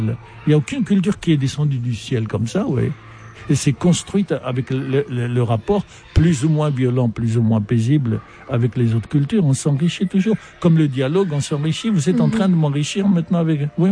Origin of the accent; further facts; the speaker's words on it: Morocco; Ah, je venais, bon, j'avais du Maroc, j'avais mon milieu au Maroc